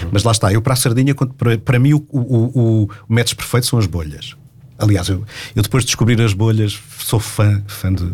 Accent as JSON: {"language": "Portuguese", "town": "Olhão", "region": "Algarve", "country": "Portugal", "tie": "born there", "also_born_or_lived": "Angola"}